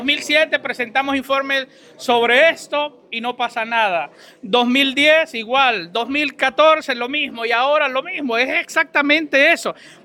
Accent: Honduras

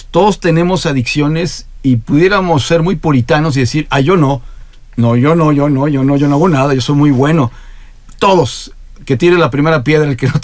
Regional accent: Mexico; ¿Hemos evolucionado, Francisco, como sociedad mexicana?

